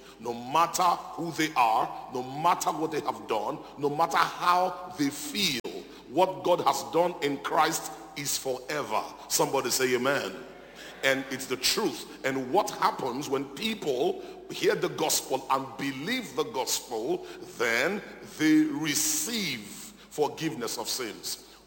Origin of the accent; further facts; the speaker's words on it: Nigeria; My wife is an American. I am Nigerian.